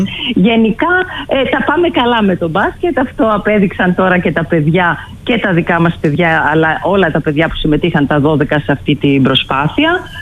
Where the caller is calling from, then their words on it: Lefkada, Ionian Islands, Greece; έχουμε τώρα και εμείς στη Λευκάδα